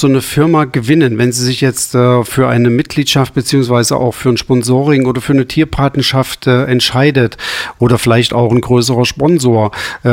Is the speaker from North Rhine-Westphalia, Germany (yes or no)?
no; Altenburg, Thuringia, Germany; Ich komme ja aus Altenburg